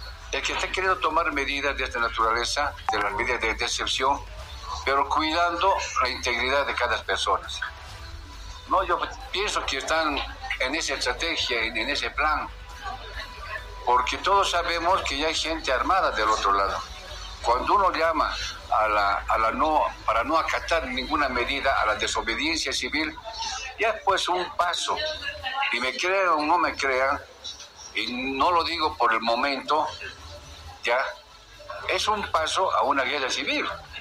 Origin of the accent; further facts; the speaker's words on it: Cochabamba, Bolivia; yo soy de Cochabamba.